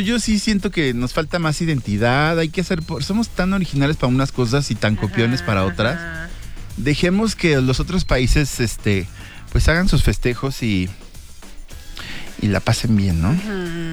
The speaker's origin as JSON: {"language": "Spanish", "country": "Mexico", "said": "Todos los mexicanos... No somos noruegos."}